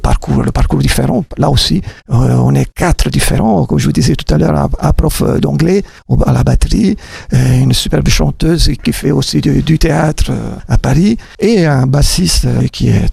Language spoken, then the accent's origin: French; Italy; accent: Italian; French is a second language; now in Magny-le-Hongre, France; je suis, ça s'entend, italien, mais je suis hongremanien, tu vois, j'ai appris même un mot. J'habite à Magny-le-Hongre